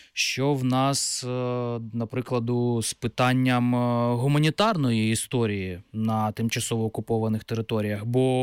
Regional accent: Kurakhove, Donetsk Oblast, Ukraine; born or raised there; moved away

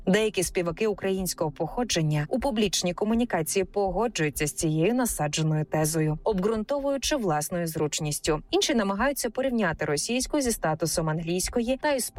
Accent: Kniazha, Cherkasy Oblast, Ukraine; Для обговорення маю унікальний приклад слова з мого рідного села Княжа на Черкащині.

